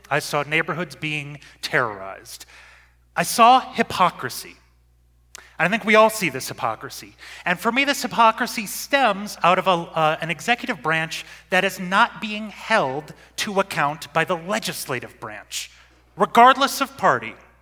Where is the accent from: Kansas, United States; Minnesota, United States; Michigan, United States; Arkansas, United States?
Minnesota, United States; Minneapolis; now in Montana, United States; I'm from Minneapolis.